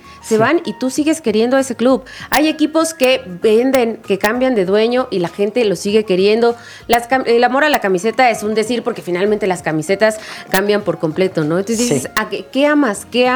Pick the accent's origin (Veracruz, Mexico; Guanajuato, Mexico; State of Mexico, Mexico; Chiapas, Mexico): Chiapas, Mexico; Yo soy de Chiapas. Yo no soy de Toluca. Yo no nací en el Estado de México